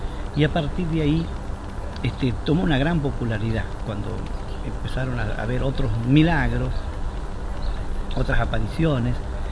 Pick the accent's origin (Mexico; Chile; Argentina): Argentina; Salta; Martín Alemán, que es un poeta también de mi pueblo, de Salta.